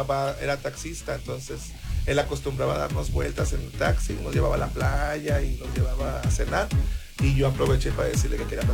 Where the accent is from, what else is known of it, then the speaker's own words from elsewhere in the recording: San Blas, Nayarit, Mexico; now in Puerto Vallarta, Mexico; Mira, yo soy originario de San Blas, Nayarit.